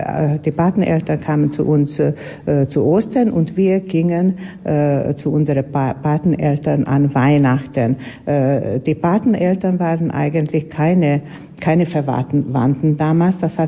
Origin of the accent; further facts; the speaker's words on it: Liptód, Baranya, Hungary; first language German (local dialect); now in Bóly, Hungary; in Liptow bin ich geboren, und dort habe ich auch meine Jugend verbracht.